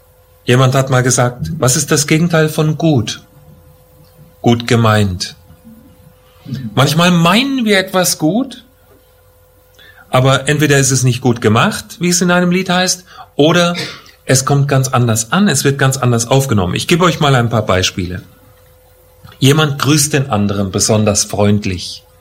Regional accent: Germany; Das können wir uns doch gut vorstellen, wir als Deutsche.

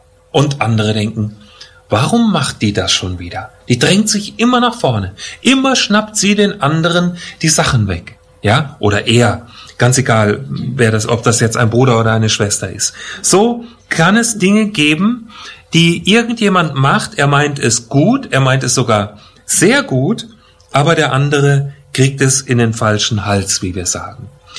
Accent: Germany; Das können wir uns doch gut vorstellen, wir als Deutsche.

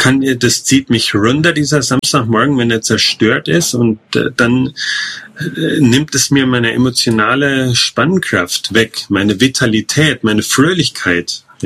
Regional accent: Germany; moved away as an adult; also born or lived in Thailand; als Ausländer sowieso, als Deutsche.

